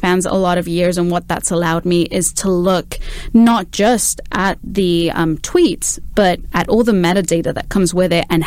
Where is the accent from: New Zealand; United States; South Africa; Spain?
Spain; moved away as an adult; also born or lived in Guelph; now in Canada; I am originally from Spain. I did my undergrad in communications there. And almost 10 years ago now, which is crazy, I arrived in Guelph to teach Spanish at the School of Languages and Literature.